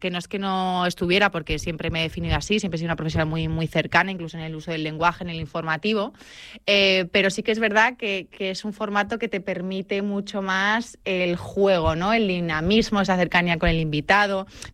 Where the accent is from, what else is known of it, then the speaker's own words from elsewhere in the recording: Andalusia, Spain; accent: Andalusian; muy de mi tierra, la gente de mi tierra con ese acento andaluz maravilloso dice, niña, pero sonríe un poco